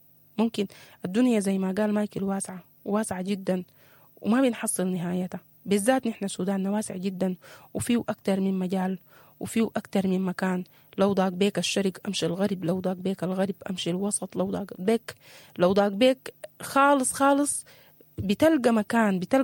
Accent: Sudan

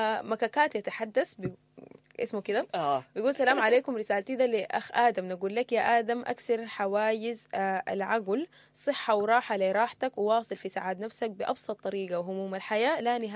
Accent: Sudan; احنا كلنا كسودانيين

